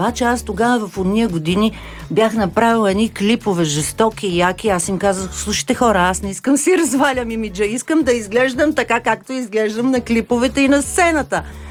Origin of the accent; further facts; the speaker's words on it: Montana, Montana Province, Bulgaria; Аз съм от Монтана, от Северозапада.